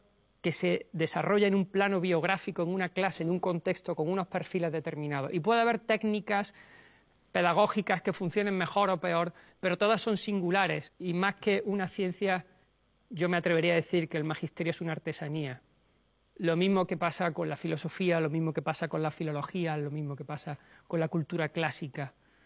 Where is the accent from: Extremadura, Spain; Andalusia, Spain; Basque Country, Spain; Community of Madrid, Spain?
Andalusia, Spain; Córdoba; por traerlo a mi tierra, Córdoba.